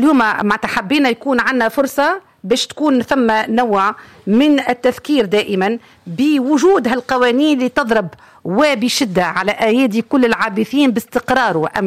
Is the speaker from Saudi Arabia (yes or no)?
no; Tunisia; اليوم احنا اولادنا تربينا في تونس